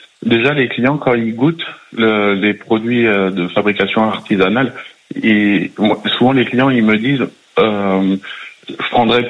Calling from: Cléder, Brittany, France; De Cléder, dans le Finistère

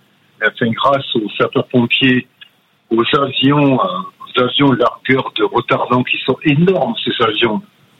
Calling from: France; Moi, j'habite à Val-d'Oisans, on va dire, à peu près à 1 km et demi du foyer principal.

